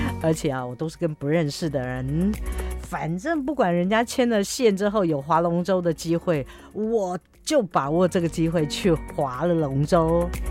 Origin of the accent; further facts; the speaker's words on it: Hualien County, Taiwan; 很小的时候在花莲，